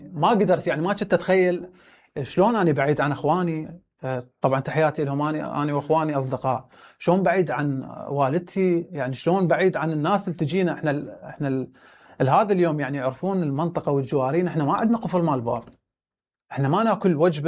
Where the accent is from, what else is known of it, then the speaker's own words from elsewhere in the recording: Kirkuk, Kirkuk Governorate, Iraq; أنا ولادتي بنفس البيت اللي هسه ساكن بيه